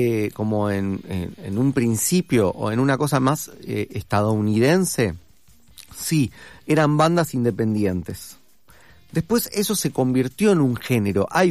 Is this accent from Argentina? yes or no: yes; Argentina